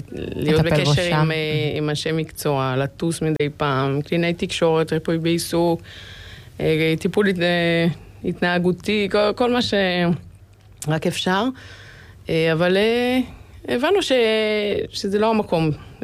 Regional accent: Kfar Chabad, Central District, Israel; moved away as an adult; also born or lived in Samara, Russia; אני גדלתי בכפר חב"ד, אחרי החתונה יצאנו לשליחות לרוסיה

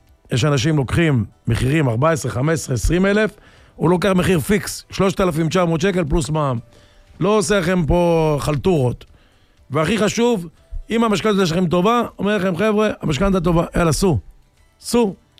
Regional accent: Bat Yam, Tel Aviv District, Israel

